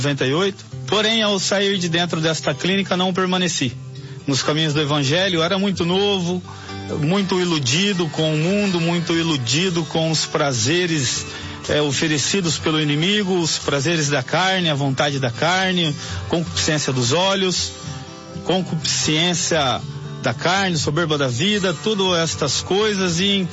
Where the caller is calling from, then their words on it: Campinas, São Paulo, Brazil; sou de Campinas, interior de São Paulo.